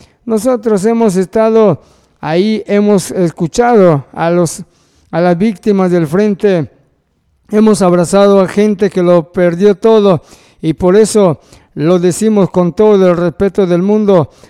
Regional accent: Mexico; Y nosotros como mexicanos, decimos, de corazón al pueblo del Salvador

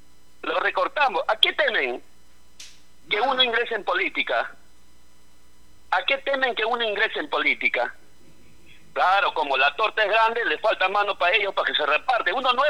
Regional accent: Mazamari, Junín, Peru

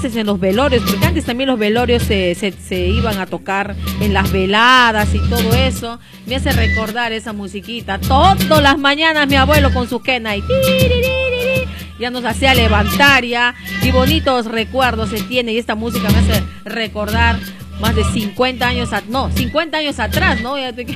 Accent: Pucallpa, Ucayali, Peru; mi abuelita en Yarinacocha, porque somos de Pucallpa.

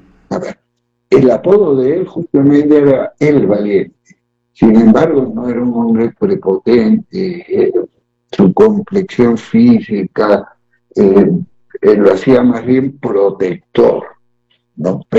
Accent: Tacna, Peru; born there; Y yo recuerdo, yo a Dios gracias nací en Tacna, pero muy bien me invitaron a y cuando regresé a Tacna a los 20 y tantos años, conocí a unos viejitos sabios y patriotas.

